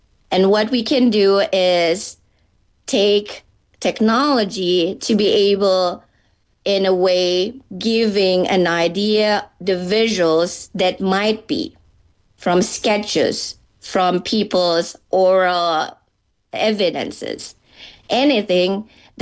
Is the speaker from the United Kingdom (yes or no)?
no; Indonesia; moved away as an adult; now in Athens, Ohio, United States; I'm from Indonesia. And I'm your friendly Indonesian sister.